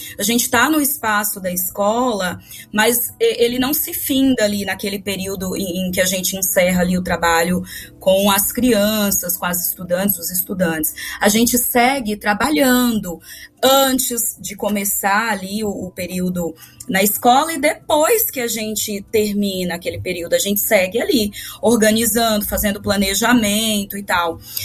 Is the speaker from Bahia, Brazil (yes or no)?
yes; Bahia, Brazil; now in Campinas, Brazil; Ainda na Bahia, eu sou baiana, é de lá que eu tenho os meus pés plantados.